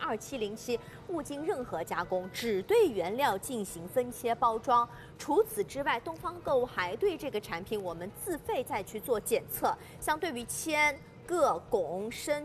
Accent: Shanghai, China; 我们上海人非常喜欢的两种基础的这个烧法。

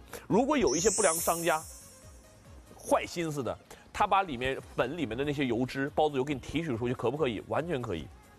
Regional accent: China; 九大仙草里边，我们中国人都听到过灵芝

